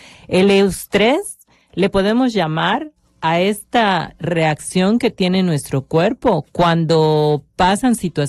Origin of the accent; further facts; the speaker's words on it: Yucatán, Mexico; Y como buenos yucatecos, todo lo dejamos en último momento